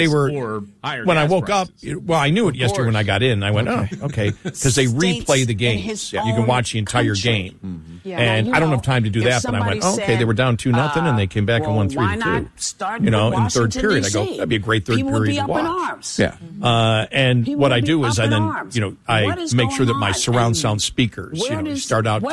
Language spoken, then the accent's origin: English; Buffalo, New York, United States; I'm from Buffalo, so I never trust any of my teams.